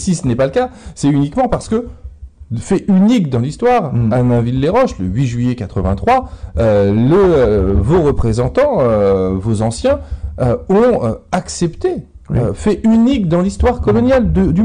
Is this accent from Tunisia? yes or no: no; France; En tant que Français, et si Jean-Luc Mélenchon est élu président de la République